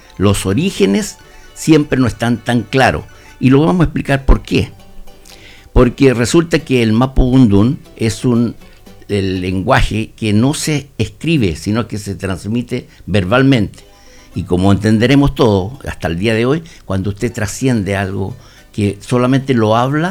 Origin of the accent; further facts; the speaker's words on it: Cardenal Caro Province, O'Higgins, Chile; De su tierra. Pero exactamente, mi tierra